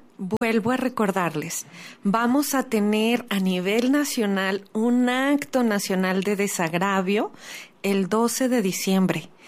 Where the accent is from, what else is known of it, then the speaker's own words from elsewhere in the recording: Mexico; la conversión de cada uno de nosotros como mexicanos